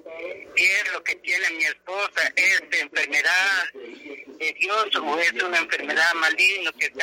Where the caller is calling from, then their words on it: Quetzaltenango, Guatemala; Aquí en el abajito del volcán Siete Orejos.